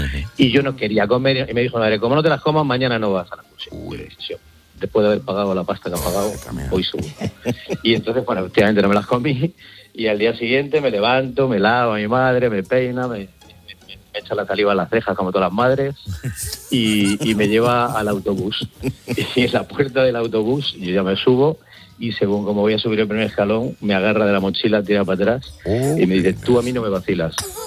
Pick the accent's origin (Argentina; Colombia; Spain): Spain; Leganés, Community of Madrid; soy de Leganés, de la zona sur, familia muy humilde, mi padre albañil